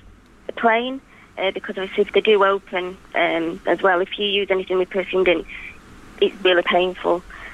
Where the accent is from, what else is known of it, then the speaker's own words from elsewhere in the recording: Doncaster, Yorkshire and the Humber, United Kingdom; I come from Exeter, close to Doncaster.